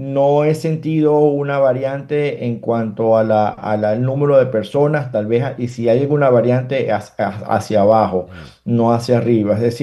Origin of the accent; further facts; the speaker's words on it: Venezuela; moved away; como venezolanos me refiero, bajo screenings, bajo un poco más de trámites asociados a verificaciones, etcétera, que eso no se ha quitado.